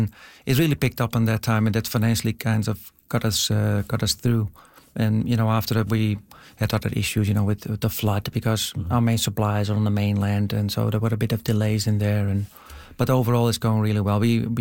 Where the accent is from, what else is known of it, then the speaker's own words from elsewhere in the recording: Netherlands; moved away as an adult; growing up in the Netherlands